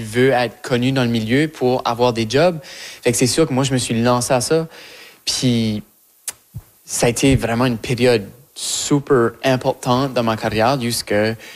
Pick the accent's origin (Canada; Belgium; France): Canada; Acadia; now in Montreal, Canada; que ma voix se manifeste à travers, que mon acadienté se manifeste à travers cette voix-là. Même si mon accent change, puis mon vocabulaire évolue, puis mes expériences québécoises, montréalaises ajoutent à cette sauce-là